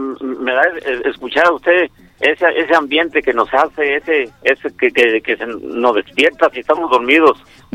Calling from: Zapopan, Jalisco, Mexico; De acá, de Hacienda de Lazo, en Zapopan.

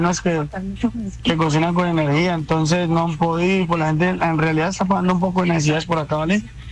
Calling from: Cali, Valle del Cauca, Colombia; yo vivo en Golondrina, es una vereda que llama El Pedregal

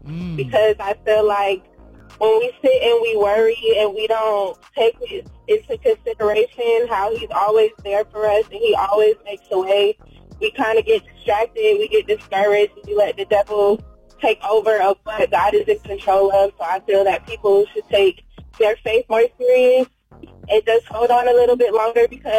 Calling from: Atlanta, Georgia, United States; I'm calling from Atlanta.

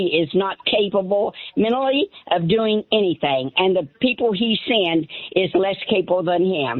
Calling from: Ohio, United States; from Ohio.

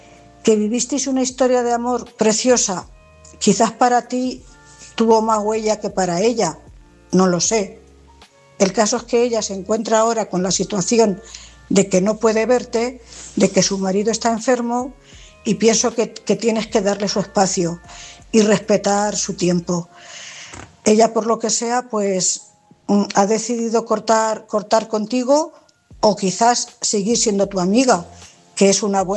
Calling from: Cuenca, Castilla-La Mancha, Spain; Buenas noches … corresponsal de Cuenca.

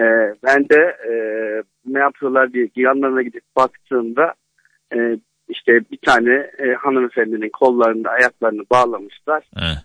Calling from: Ankara, Turkey; Merhabalar, Ankara'dan arıyorum.

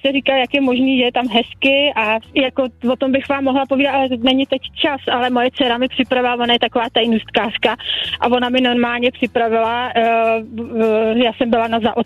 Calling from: Drahov, South Bohemian Region, Czechia; Drahov je u Veselí nad Lužnicí, no, kousíček. Takže my jsme z Lukov.

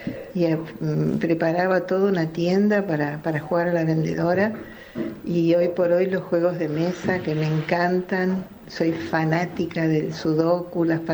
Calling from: Villa Devoto, Buenos Aires, Argentina; Bueno, les dejo un cariño muy grande, jardineros lindos. … de Devoto.

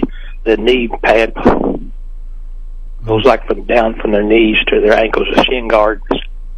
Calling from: Gilliam, Missouri, United States; From Gillow, Missouri.

